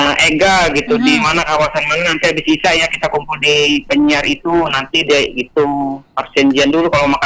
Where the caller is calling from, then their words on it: Bandar Lampung, Lampung, Indonesia; aku pendatang baru dari Kota Bandar Lampung